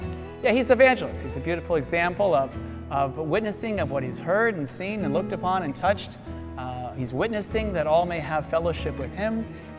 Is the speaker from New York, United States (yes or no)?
no; New Jersey, United States; now in San Antonio, United States; I'm originally from New Jersey.